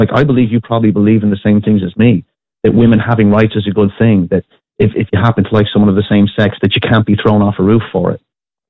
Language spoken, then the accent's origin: English; Ireland; we're Irish people